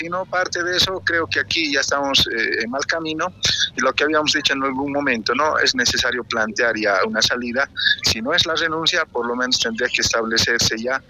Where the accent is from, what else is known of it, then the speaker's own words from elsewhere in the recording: Bolivia; que nosotros como bolivianos no las vemos